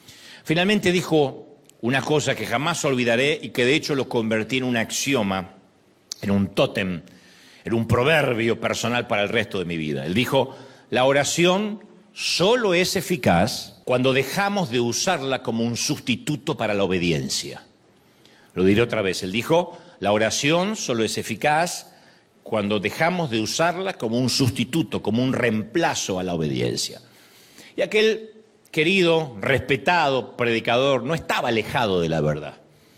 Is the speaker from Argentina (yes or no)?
yes; Argentina; moved away; Hace algunos años llegó un respetado predicador a la Argentina. Yo vivía allá